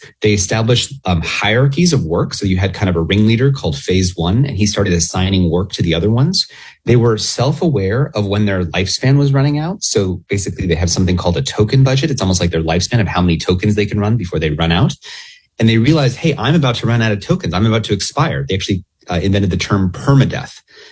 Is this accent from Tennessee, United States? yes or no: no; California, United States; so I'm from Silicon Valley.